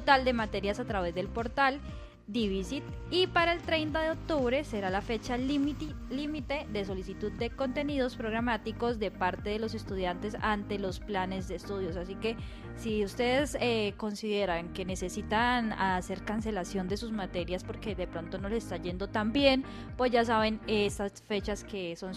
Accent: Colombia; de nosotros los colombianos

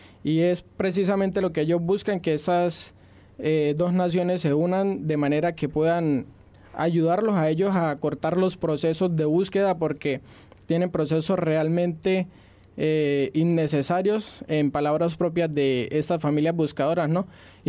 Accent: Colombia; uno como persona colombiana, pues no sé si digo bien el término, o persona residente en esa frontera colombiana y en este paso fronterizo, pues que enmarca la ciudad de Cúcuta

